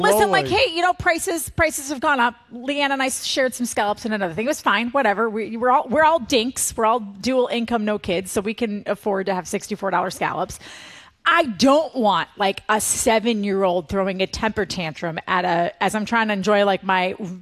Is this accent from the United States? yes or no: yes; Wisconsin, United States; okay, so I'm from Wisconsin. Everybody knows that.